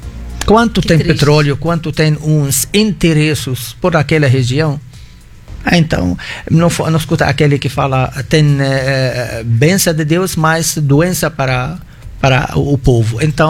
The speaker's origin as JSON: {"language": "Portuguese", "country": "Lebanon", "second_language": "Portuguese", "moved": "as an adult", "lives_now": "Mossoró, Brazil", "said": "Sim, sou libanês de origem e tenho 30 anos no Brasil."}